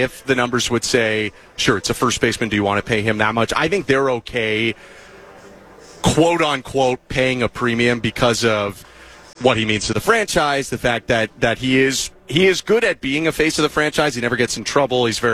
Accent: Toronto, Ontario, Canada; I grew up in the suburbs, just north of Toronto.

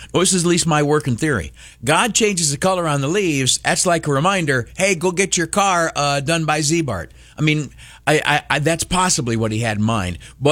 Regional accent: Florida, United States; moved away; I grew up down in Florida and such like that.

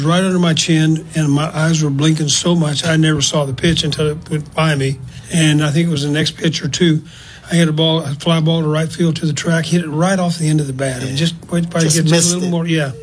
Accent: Texas, United States; also born or lived in Oklahoma; coming from Texas, growing up in the Texas Panhandle and going to a small school in Oklahoma

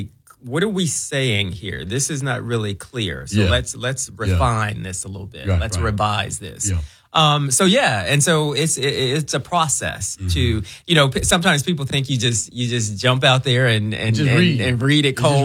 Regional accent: Memphis, Tennessee, United States; moved away as an adult; also born or lived in Orlando, Florida; I grew up in Memphis. Memphis raised me, but I've already lived there.

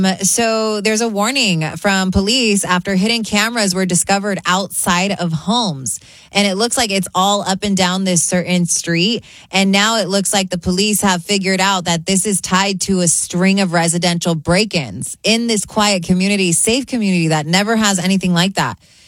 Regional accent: California, United States; So I'm born and raised in California, okay?

